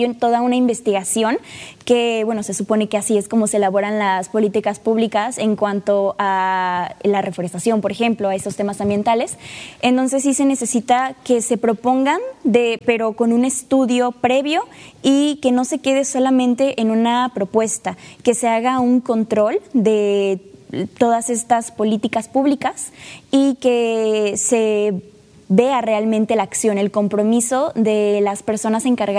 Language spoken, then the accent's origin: Spanish; Tantoyuca, Veracruz, Mexico; Wow, pues Tantoyuca, mi pueblo, es muy diferente a la ciudad.